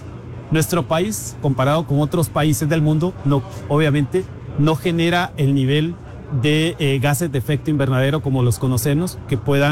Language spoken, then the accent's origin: Spanish; San Agustín Acasaguastlán, El Progreso, Guatemala; Personalmente soy de San Agustín, Casaguastlán, entonces hablábamos del Progreso, Zacapa, Chiquimula.